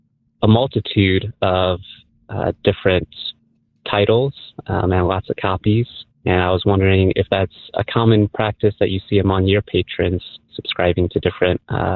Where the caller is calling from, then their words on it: Chicago, Illinois, United States; I'm in the military as well as living in Chicago